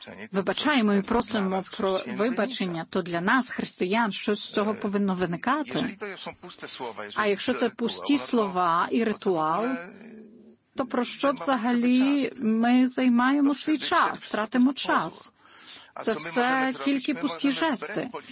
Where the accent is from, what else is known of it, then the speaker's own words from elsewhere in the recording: Poland; як поляк і громадянин